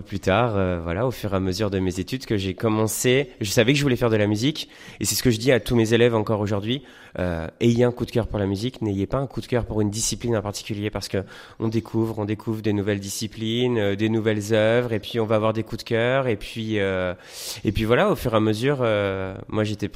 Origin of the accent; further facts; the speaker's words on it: Romorantin-Lanthenay, Centre-Val de Loire, France; je viens de Romorantin, en région centre.